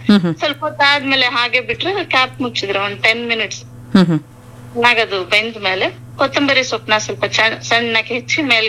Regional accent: Mandya district, Karnataka, India; now in Bengaluru, India; ನಾವು ಮೂಲತಃ ಮಂಡ್ಯ ಜಿಲ್ಲೆಯವರು.

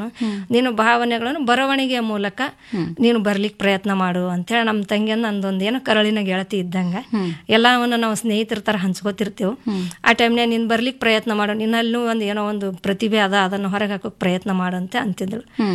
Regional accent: Javali D, Karnataka, India; born there; ನಾನು ಕಲಬುರಗಿ ಜಿಲ್ಲೆ ಆಳಂ ತಾಲೂಕಿನ ಜವಳಿ ಡಿ ಎಂಬ ಗ್ರಾಮದಲ್ಲಿ ಹುಟ್ಟಿದ್ದೇನೆ.

